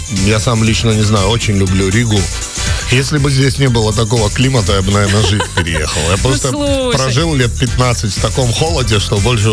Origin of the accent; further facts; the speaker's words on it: Georgia; Мы оба из Грузии, мы земляки